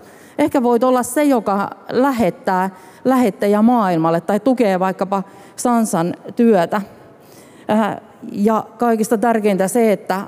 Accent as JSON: {"language": "Finnish", "region": "Ostrobothnia", "country": "Finland", "tie": "born or raised there", "said": "mä kasvoin ruotsinkielisellä Pohjanmaalla. Erilaisten kirkkokuntien, seurakuntien ympäröimänä."}